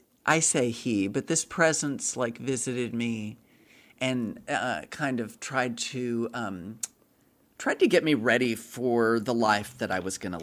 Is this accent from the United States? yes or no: yes; the South, United States; now in Honolulu, United States; Because I'm from the South.